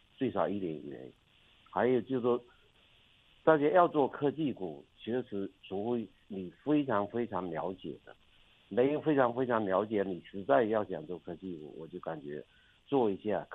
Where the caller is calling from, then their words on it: Fujian, China; 我是福建的那个